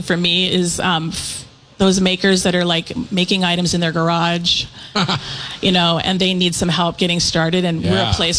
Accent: Bremerton, Washington, United States; So I'm from Washington. I grew up in Bremerton.

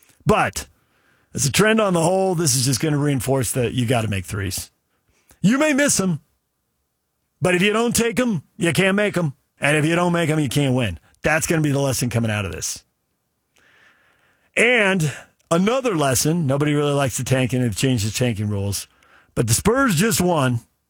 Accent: San Diego, California, United States; I grew up in San Diego. I root for the underdog.

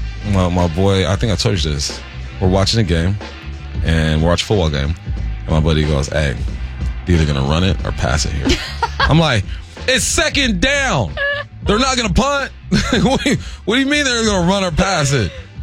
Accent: Los Angeles, California, United States; now in Seattle area, United States

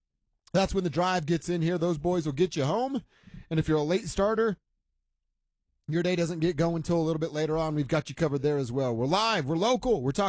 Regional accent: United States; I'm an American man.

